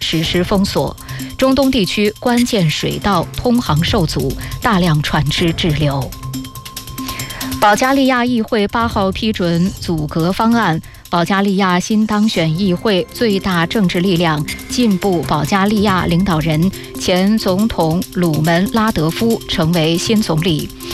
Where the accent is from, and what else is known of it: Latvia; Chinese is a second language